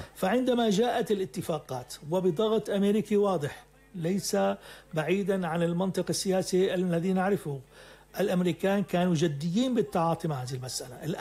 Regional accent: Syria; هذه نتوقعها كسوريين،

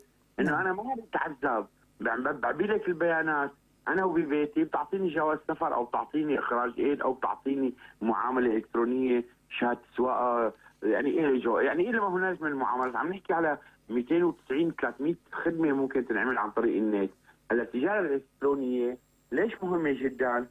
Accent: Syria; عندنا احنا بسوريا

